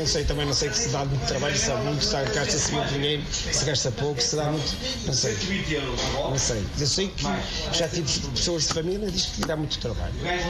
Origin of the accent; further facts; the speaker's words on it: Penafiel, Norte, Portugal; born there; sou do Sameiro também. Também sou do Sameiro, moro no Sameiro. Nasci lá